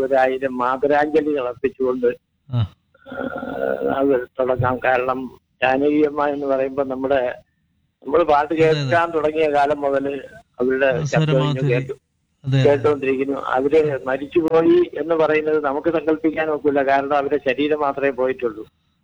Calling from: Kerala, India; ഞാൻ കണ്ണൂർ സൈഡിന്റെ അടുത്ത് തന്നെ.

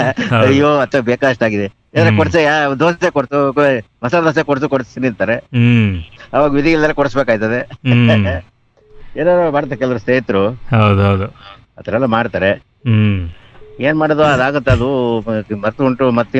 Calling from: Hunsur/Hassan district, Karnataka, India; ಹತ್ತಿ ಚೌಡದಳ್ಳಿ, ಹುಣಸಪುರ ತಾಲೂಕು, ಹಾಸನ ಜಿಲ್ಲೆ.

